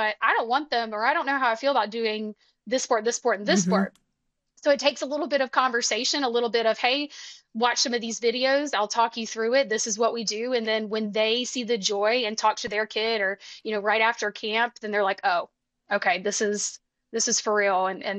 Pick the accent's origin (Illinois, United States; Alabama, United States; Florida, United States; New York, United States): Alabama, United States; I'm from Alabama and I was around water all the time and I learned how to swim